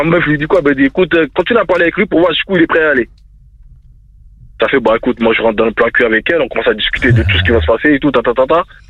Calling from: Viry-Châtillon, Île-de-France, France; Moi, je suis à Viry

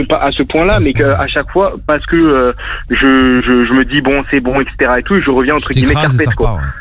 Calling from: Toulon, Provence-Alpes-Côte d'Azur, France; moi je suis à Toulon

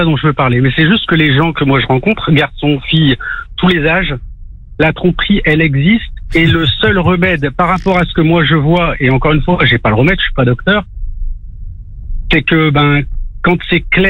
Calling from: Lille, Hauts-de-France, France; J'habite à Lille, mais je travaille beaucoup à Paris.

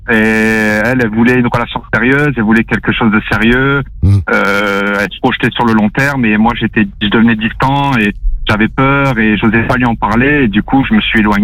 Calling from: Nice, Provence-Alpes-Côte d'Azur, France; je suis à Nice

